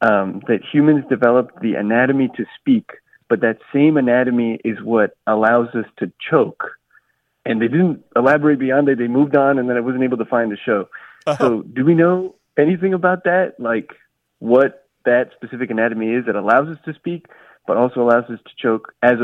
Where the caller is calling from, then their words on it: New York, United States; I'm calling in from Washington Heights.